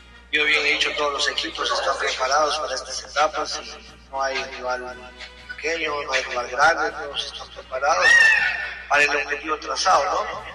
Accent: La Rioja, Argentina; No es que seamos mezquinos como riojanos en el área del campo de la provincia

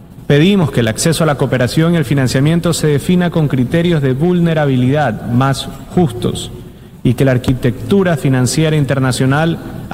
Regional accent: Ecuador

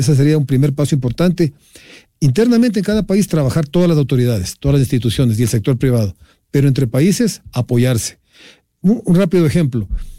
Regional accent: Ecuador; pues que pongamos como ecuatorianos los pies sobre la tierra

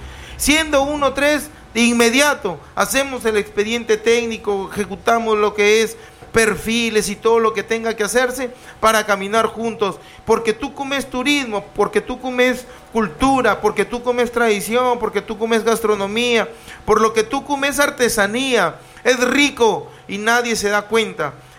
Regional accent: Túcume, Lambayeque, Peru; tucumano de nacimiento, de corazón, de padres tucumanos, así como tú, yo soy tucumano. He crecido y me he desarrollado en mi caserío La Pintada de Tucumán. Aquí estudiaba en el 10225 y sigo aquí

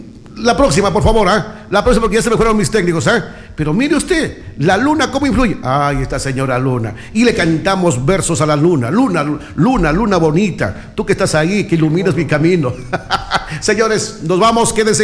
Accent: Loja, Ecuador

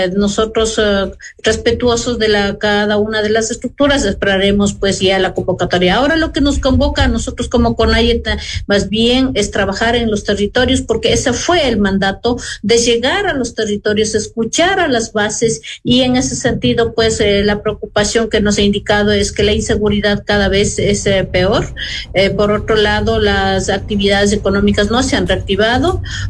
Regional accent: Ecuador; nosotros tenemos como pueblo ecuatoriano

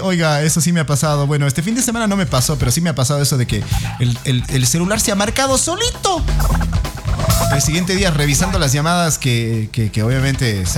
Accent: Guayaquil, Guayas, Ecuador; Conocí Cuenca, soy de Guayaquil, gracias.

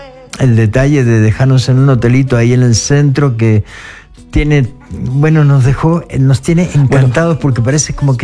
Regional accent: Uruguay; moved away as an adult; also born or lived in Spain; Cuando nosotros salimos de Uruguay, cuando yo soy uruguayo y salimos de allá

